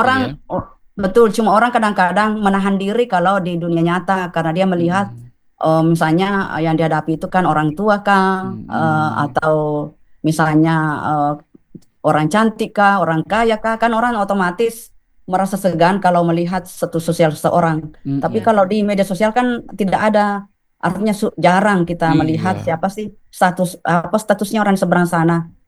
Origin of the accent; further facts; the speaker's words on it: South Sulawesi, Indonesia; accent: Bugis; Saya maaf pakai logat Bugis ya.